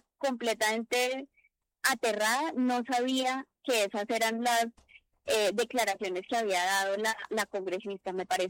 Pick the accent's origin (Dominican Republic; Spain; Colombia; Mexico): Colombia; Ibagué, Tolima; born there; el Tolima es de donde yo vengo, es mi lugar de procedencia. Yo nací en Ibagué